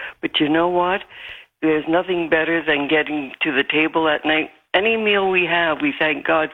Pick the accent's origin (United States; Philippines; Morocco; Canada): Canada; I grew up here